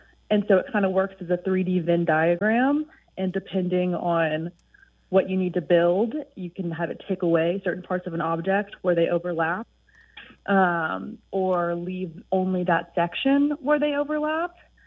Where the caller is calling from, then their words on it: Savannah, Georgia, United States; I'm calling from Savannah, Georgia.